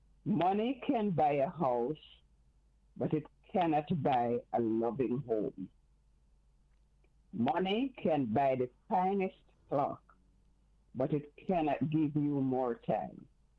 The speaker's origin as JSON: {"language": "English", "country": "Jamaica", "tie": "born or raised there", "said": "Honestly, Uncle Angie, I was in Jamaica growing up on Emancipation Day."}